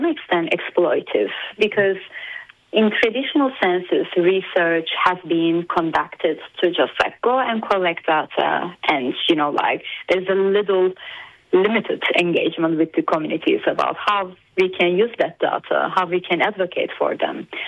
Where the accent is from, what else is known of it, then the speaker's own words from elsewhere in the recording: Turkey; Turkey, my home country